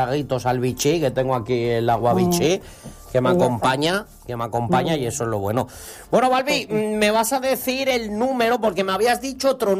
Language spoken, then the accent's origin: Spanish; Barcelona, Catalonia, Spain; yo es que soy de Barcelona, aunque a mí Badalona siempre he dicho que me encanta también.